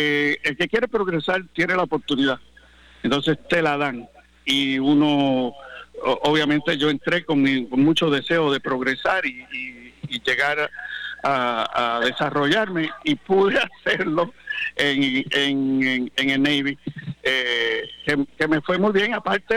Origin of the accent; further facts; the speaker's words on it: Bayamón, Puerto Rico; moved away as an adult; now in San Germán, Puerto Rico; yo soy de Bayamón